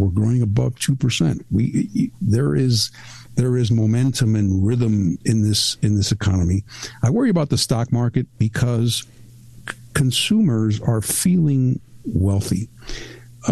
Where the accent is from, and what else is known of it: Mexico; born or raised there; also born or lived in Cuba / United States